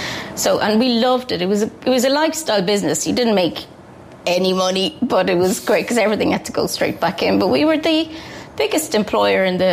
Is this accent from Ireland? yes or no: yes; Cork, Munster, Ireland; born there; now in County Clare, Ireland; I was born in Cork. My grandfather was an architect who came over from Scotland in the late 19th century.